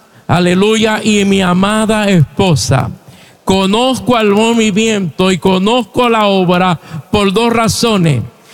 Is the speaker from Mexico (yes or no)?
no; Puerto Rico; born there; la delegación de mi país, Puerto Rico. Al final de la ruta, amado, mi registro de nacimiento está en Puerto Rico. El gobierno de mi país me registraron el 24 de diciembre del año 58.